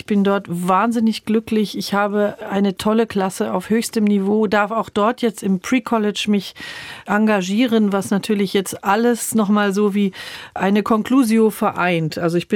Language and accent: German; Germany; moved away as an adult; also born or lived in Halle an der Saale; now in Zurich, Switzerland; und ich als Deutsche